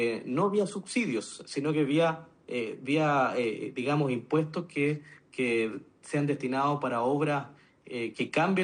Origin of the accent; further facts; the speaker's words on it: Patagonia, Chile; somos de la Patagonia ambos